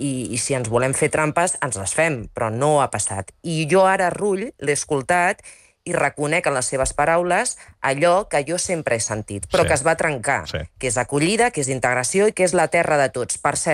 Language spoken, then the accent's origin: Catalan; Catalonia, Spain; born there; dins d'una família on tinc gallecs, on tinc persones migrants i on jo sóc catalana nascuda i orgullosa